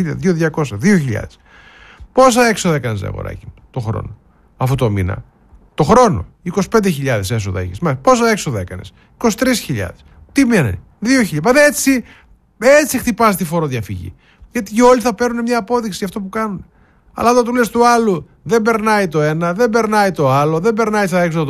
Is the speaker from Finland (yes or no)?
no; Eitorf, North Rhine-Westphalia, Germany; born or raised there